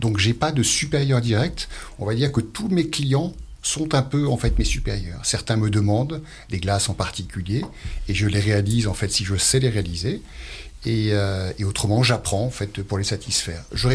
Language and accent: French; Brittany, France; c'est parce que ça représente l'Ardèche, qui est le pays de la châtaigne, et le caramel, parce que je viens de Bretagne.